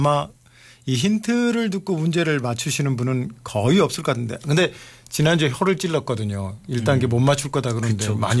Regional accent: Yeosu, South Jeolla, South Korea; moved away; also born or lived in Seoul; 사실 고향은 여수인데

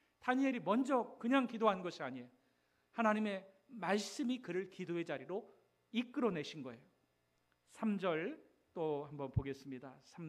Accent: Chungcheong, South Korea; 저희 고향에 계룡산이 있거든요. 대전 유성 그쪽에

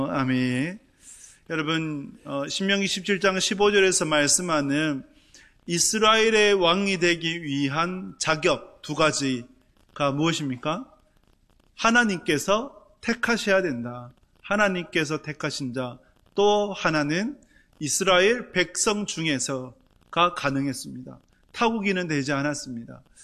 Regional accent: Gyeongsang, South Korea; 살아봐도 경상도 사람은 티를 못 벗어요. 제가 어느 날 뭐 물건을 산다고 뭐 이제 얘기하는데 저한테 묻더라고요. 경상도 출신이죠? 예, 묻더라고요.

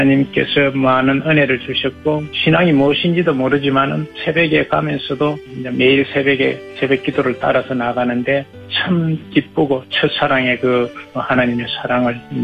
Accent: Changseon, South Gyeongsang, South Korea; moved away as an adult; now in Gyeonggi, South Korea; 경남 남해하고도 창선이라는 데가 있어요. 그곳에서 이제 어렸을 때 자랐고요. 가난하게 시골에서 자랐는지요.

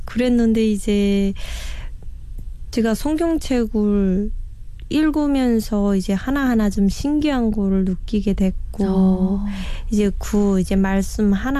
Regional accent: Kusong, North Pyongan, North Korea; moved away as an adult; also born or lived in China; now in South Korea; 남한 정착 7개월 차 평안북도에서 온

